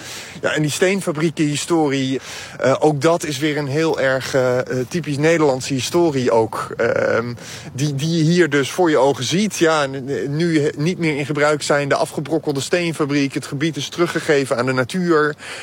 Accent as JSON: {"language": "Dutch", "country": "Netherlands", "said": "Nederland vergeten we daar snel bij natuurlijk als Nederlanders."}